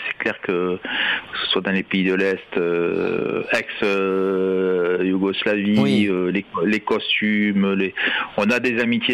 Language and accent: French; France; Alors, chez nous, en France, on a des qualités de groupe.